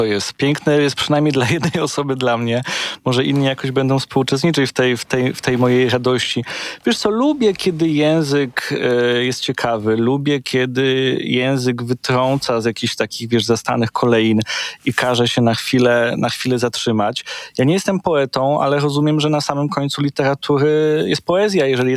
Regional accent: Silesian Voivodeship, Poland; często tłumaczymy jako Ślązacy

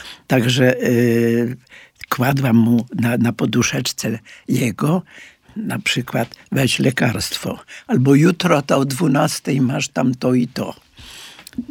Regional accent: Łódź, Łódź Voivodeship, Poland; born there; moved away as an adult; now in Warsaw, Poland; W Łodzi 15 lat, bo ja zaraz po wojnie zburzyli nam dom w Warszawie tutaj i tata dostał pracę i mieszkanie w Łodzi. Więc ja 15 lat mieszkam w Łodzi. Jest to taka moja trochę takie drugie miasto rodzinne

